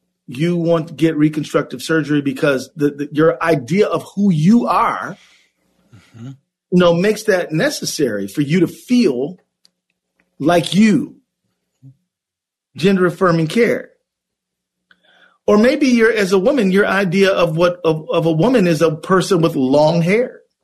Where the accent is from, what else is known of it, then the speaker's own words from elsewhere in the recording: Detroit, Michigan, United States; moved away as an adult; I was born and raised in Detroit, I lived my whole adult life in Minnesota. But but from 0 to about 22, I lived in Detroit.